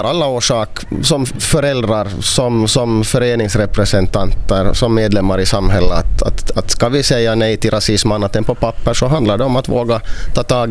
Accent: Ostrobothnia, Finland; på basen av min finlandssvenska bakgrund

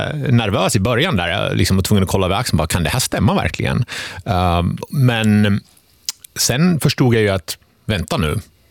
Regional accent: Sweden; moved away as an adult; now in Finland; För jag är från Sverige, uppvuxen i Sverige.

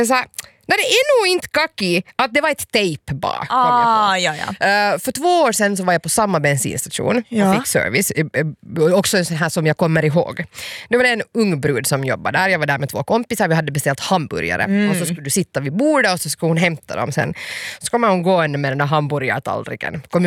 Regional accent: Hanko, Uusimaa, Finland; Det är min hemstad, man pratar mera finska där än vad man pratar svenska.

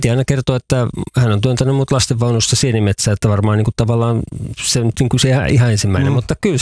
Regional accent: Vantaa, Uusimaa, Finland; born or raised there; now in Kainuu, Finland

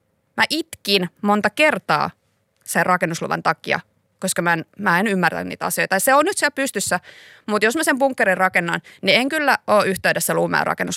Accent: Kouvola, Kymenlaakso, Finland; koska olen itse Kouvolasta ja minulla on mökki Luumäellä

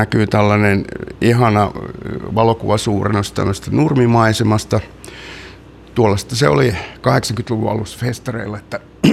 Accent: Suolahti, Central Finland, Finland; moved away; Mä oon kotoisin Suolahdesta, Keski-Suomesta.

